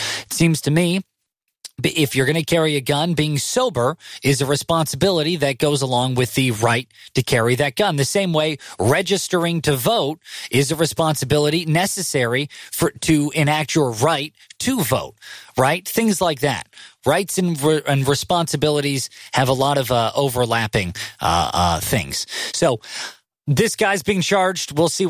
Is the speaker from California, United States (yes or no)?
yes; California, United States; moved away; I'm from California.